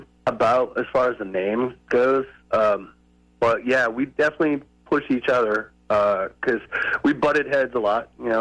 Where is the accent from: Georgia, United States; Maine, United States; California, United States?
Maine, United States; I'm just from Maine. I'm here. I'm a singer.